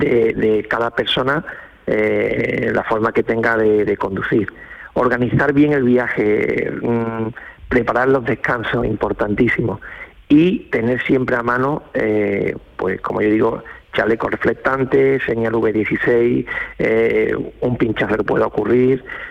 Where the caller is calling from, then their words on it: Dos Hermanas, Andalusia, Spain; A ver, desde Dos Hermanas, Sevilla.